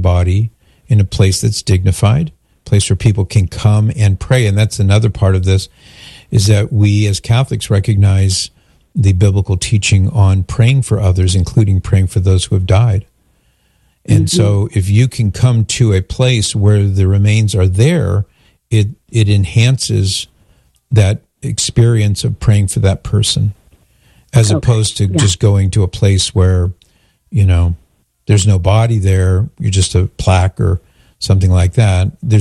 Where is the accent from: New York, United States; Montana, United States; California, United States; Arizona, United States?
California, United States; Now, I'm from California